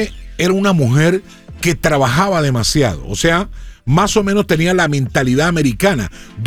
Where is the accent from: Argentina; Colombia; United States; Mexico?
Colombia; Bucaramanga, Santander; moved away; En mi pueblo, que es Bucaramanga, Colombia